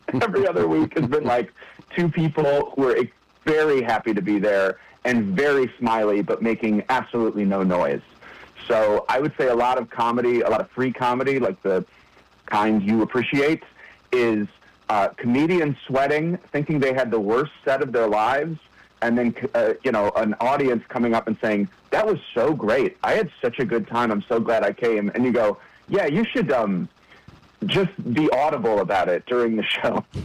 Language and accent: English; Ohio, United States; but I'm from Ohio, so I knew all about him, like, far in advance.